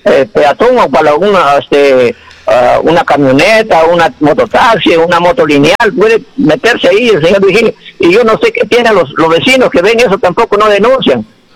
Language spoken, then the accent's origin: Spanish; Peru